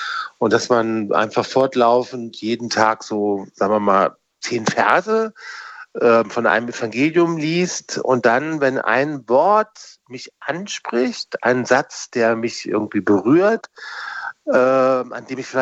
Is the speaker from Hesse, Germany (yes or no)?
yes; Kassel, Hesse, Germany; Und dann habe ich so als Jugendlicher mit 16 Jahren, ich bin in Kassel groß geworden